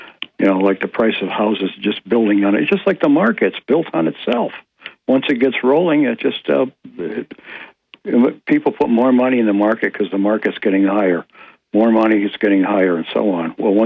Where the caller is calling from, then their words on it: Ithaca, New York, United States; of Greater Ithaca.